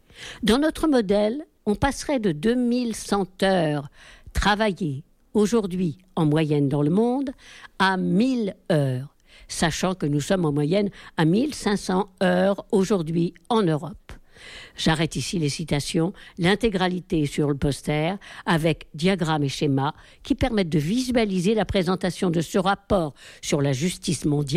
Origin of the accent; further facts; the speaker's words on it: Saint-Denis, Île-de-France, France; born there; accompagné la victoire de l'équipe de France à l'issue de la finale de la Coupe du Monde à Saint-Denis, ma ville natale.